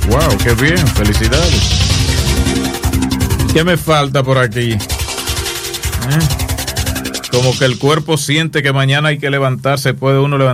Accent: Sabana de Rodeo, Dominican Republic; born there; now in La Romana, Dominican Republic; hoy mi tierra que me vio nacer está de pláceme porque está de cumpleaños la gobernadora de Sabana de Rodeo

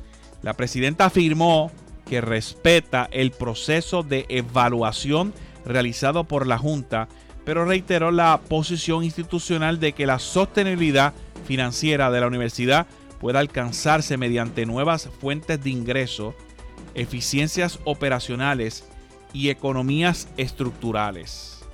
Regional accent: Quebradillas, Puerto Rico; yo vengo de Quebradillas

